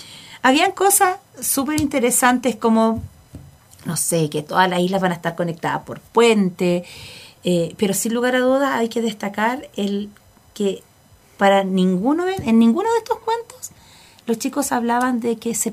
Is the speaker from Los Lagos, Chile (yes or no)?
yes; Los Lagos, Chile; nuestra propia identidad cultural como chilenos y también como chilotes.